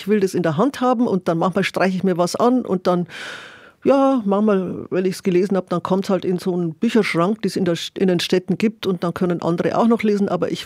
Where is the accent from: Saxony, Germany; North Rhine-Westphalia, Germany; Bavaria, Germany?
Bavaria, Germany; Freising; Also in Freising, wo ich herkomme